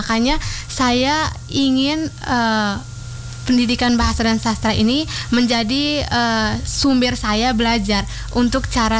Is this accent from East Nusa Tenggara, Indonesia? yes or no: yes; Bajawa, East Nusa Tenggara, Indonesia; Asal saya dari Bajawa.